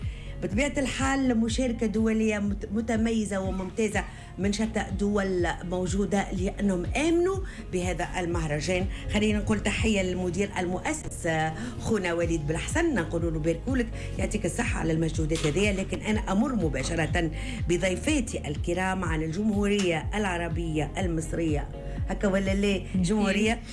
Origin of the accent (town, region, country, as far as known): Tunisia